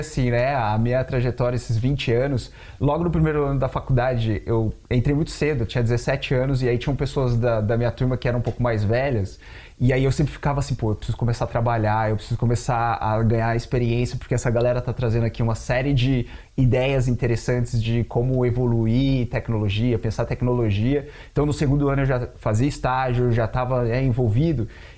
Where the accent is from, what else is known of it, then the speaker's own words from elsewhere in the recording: Bauru, São Paulo, Brazil; Eu brinco que eu literalmente cresci dentro da unidade de Bauru